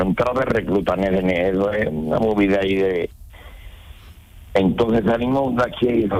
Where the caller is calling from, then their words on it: Pruna, Andalusia, Spain; Yo que estoy en Pruna, en la gasolinera de Pruna, el Pilarillo.